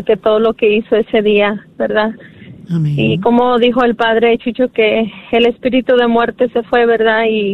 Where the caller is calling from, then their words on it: Mesquite, Texas, United States; de Mesquite, de Mesquite.